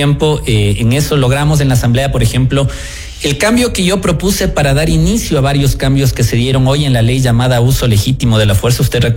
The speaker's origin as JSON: {"language": "Spanish", "town": "Quito", "region": "Pichincha", "country": "Ecuador", "said": "Por Pichincha en el Distrito Sur, yo soy del sur de Quito"}